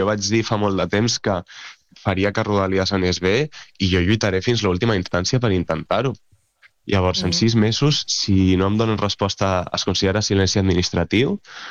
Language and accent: Catalan; Pineda de Mar, Catalonia, Spain; now in Cerdanyola, Spain; jo sóc de Pineda de Mar i ara visc a Cerdanyola